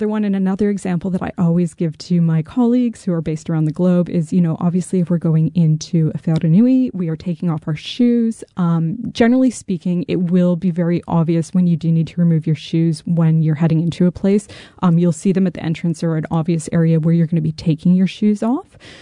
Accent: Canada; because as a Canadian, you just do not wear shoes inside the house.

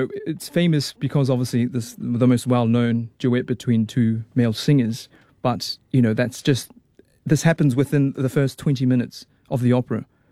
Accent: Auckland, New Zealand; born or raised there

